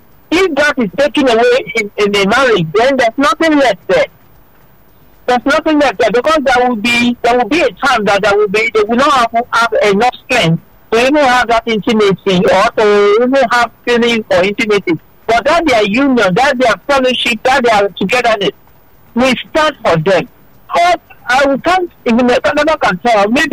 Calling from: Lagos, Nigeria; I'm calling from Ikosun, Lagos.

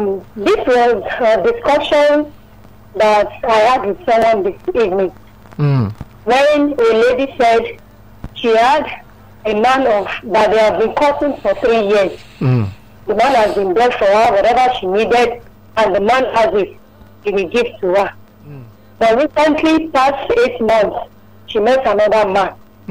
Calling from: Ikeja, Lagos, Nigeria; I'm calling from Ikeja.

